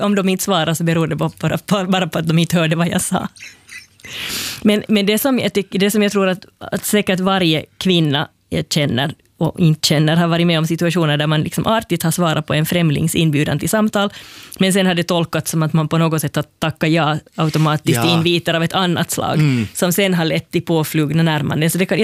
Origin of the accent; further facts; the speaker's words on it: Finland; first language Swedish; Och så berättade jag att jag var från Finland.